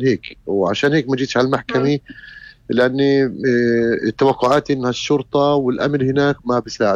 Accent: Palestine; بما أني أنا فلسطيني

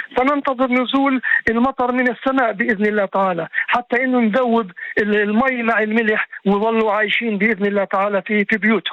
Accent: Palestine; إحنا كفلسطينيين

